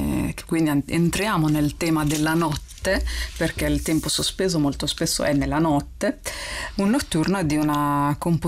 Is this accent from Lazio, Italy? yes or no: no; Rimini, Emilia-Romagna, Italy; E sono di Rimini, 44 anni